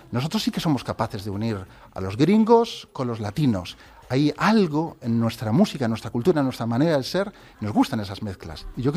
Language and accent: Spanish; Galicia, Spain; esa ida y vuelta que hemos tenido los gallegos